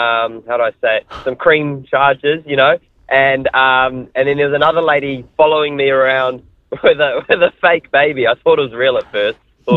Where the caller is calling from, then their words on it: Hamilton, Waikato, New Zealand; I'm from Hamilton, but this is in Auckland.